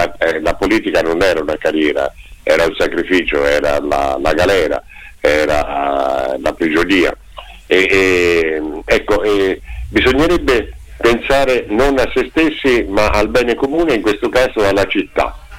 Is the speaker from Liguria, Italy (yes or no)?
no; Perugia, Umbria, Italy; Sempre in mezzo io, che non sono di Macerata ma sono di Perugia.